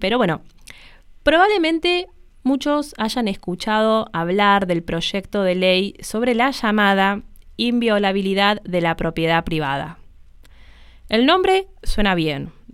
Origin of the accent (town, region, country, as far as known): Argentina